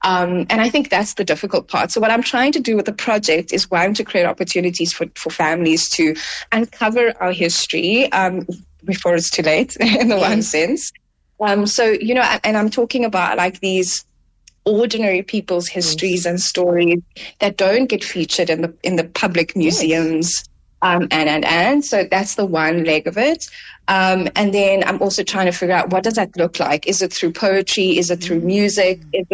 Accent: Cape Town, Western Cape, South Africa; born or raised there

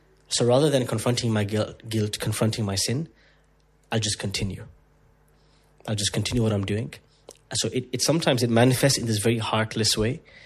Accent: England, United Kingdom; also born or lived in United Arab Emirates; So I'm British, but ethnically half Indian, half Pakistani. I lived half of my life in the UAE, half of my life in the UK.

